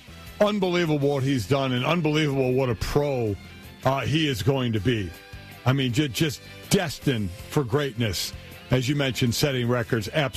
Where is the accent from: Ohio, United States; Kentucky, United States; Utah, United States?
Ohio, United States; Cleveland; We're both from the Cleveland area.